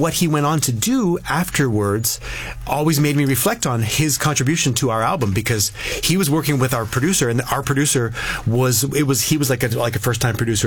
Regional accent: Burlington, Ontario, Canada; I feel like being from Burlington gave us a bit of an outsider's perspective as well

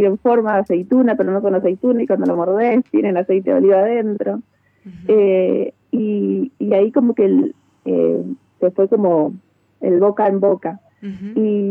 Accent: Mendoza, Argentina; also born or lived in Patagonia; todos los productos que nos orgullecen como mendocinos.

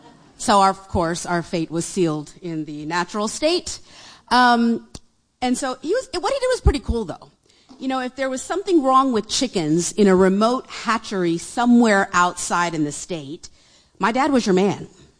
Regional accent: India; And I would often respond, "Oh, I'm originally from India," because I knew that's the information they were curious about.

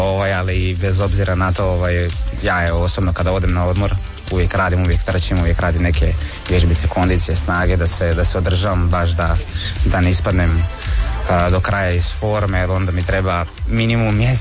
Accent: Croatia

